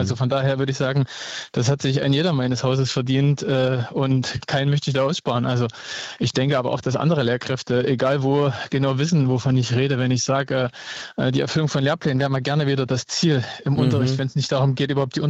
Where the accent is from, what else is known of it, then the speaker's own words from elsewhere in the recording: Thuringia, Germany; Ich bin Thüringer.